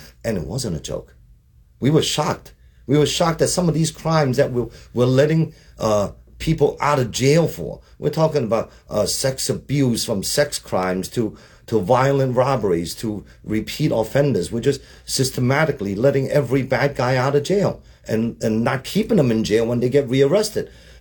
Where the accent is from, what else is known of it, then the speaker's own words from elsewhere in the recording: Hong Kong; English is a second language; now in United States; I came from Hong Kong. I was born in Hong Kong under British government. And I came here in 1977. You know, we were just your ordinary poor immigrants.